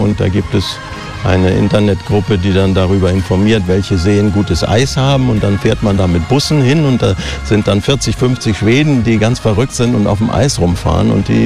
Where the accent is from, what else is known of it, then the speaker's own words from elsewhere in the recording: Germany; moved away as an adult; now in Sweden; Alle können hören, dass ich von Deutschland komme.